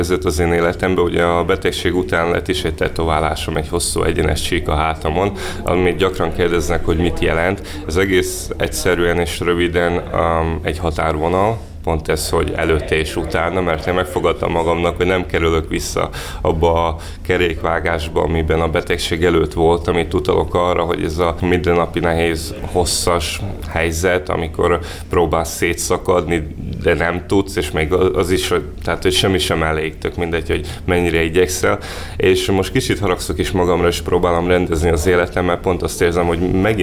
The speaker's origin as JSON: {"language": "Hungarian", "region": "Felvidék", "country": "Slovakia", "said": "Ugye én felvidéki származású vagyok"}